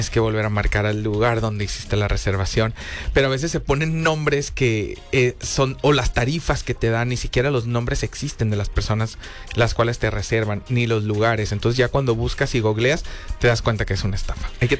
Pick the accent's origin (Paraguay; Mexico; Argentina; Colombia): Mexico; nosotros los mexicanos